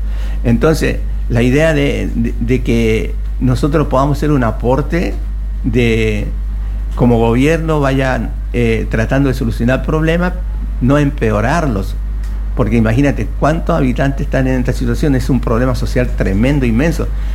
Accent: Santiago, Santiago Metropolitan Region, Chile; now in Antofagasta, Chile; yo soy de Santiago, llevo más de 40 años acá en Antofagasta, he vivido procesos duros, difíciles, procesos bien positivos, pero yo vengo de Santiago, de la población La Bandera.

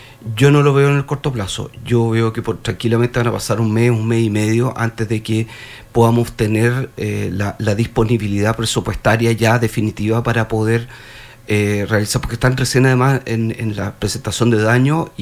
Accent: Tarapacá, Chile; nosotros vivimos en el mundo Vilsipaps. O sea, Tarapacá es una región de Vilsipaps.

